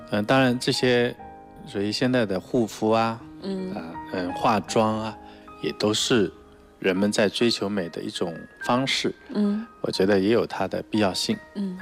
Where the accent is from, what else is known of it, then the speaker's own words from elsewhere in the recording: China; 我们中国人